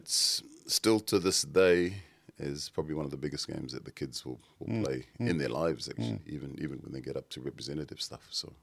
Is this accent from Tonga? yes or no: yes; Tonga; I know, I was born and raised here in Tonga.